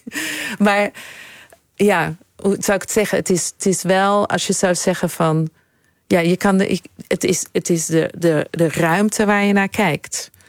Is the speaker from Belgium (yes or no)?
yes; Linkebeek, Flanders, Belgium; moved away as an adult; also born or lived in Bakkum, Castricum, Netherlands; En ik heb eigenlijk tot mijn 18e in België gewoond. Dus ben daar echt opgegroeid.